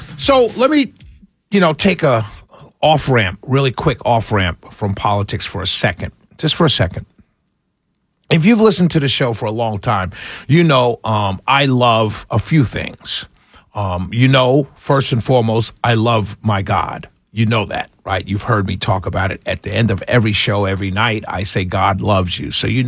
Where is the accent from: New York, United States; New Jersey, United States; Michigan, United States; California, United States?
New York, United States; New York City; And because of the way I was raised in Harlem, all right, and I was raised at a time when hip-hop was first coming up, was first starting.